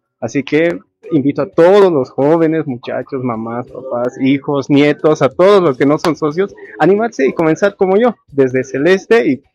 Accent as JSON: {"language": "Spanish", "town": "El Alto", "region": "La Paz", "country": "Bolivia", "said": "Todos los días, mira, somos del Alto. Todos los días bajamos por el teleférico, ya sea morado o amarillo"}